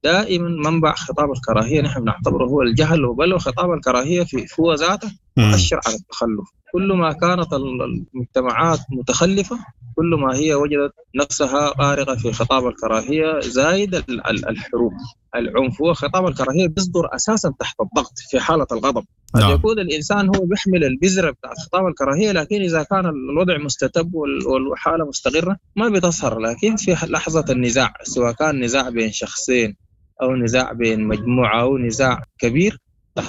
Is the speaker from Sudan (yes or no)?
yes; Sudan; نحن الآن كشعب سوداني